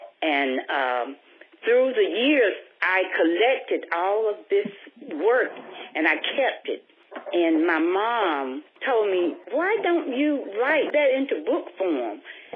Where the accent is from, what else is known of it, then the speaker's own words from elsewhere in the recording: Winterville, North Carolina, United States; We grew up in the small town of Winterville, North Carolina. It's located near Greenville, North Carolina. It's a very small town.